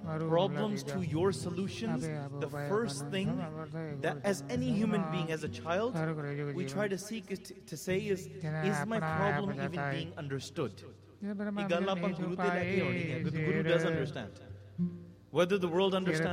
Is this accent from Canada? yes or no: yes; Canada; born or raised there